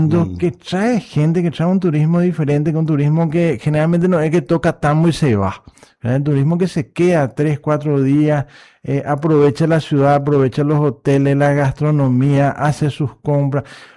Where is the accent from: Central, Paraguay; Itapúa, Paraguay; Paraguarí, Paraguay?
Itapúa, Paraguay; Encarnación; Yo soy encarnaceno.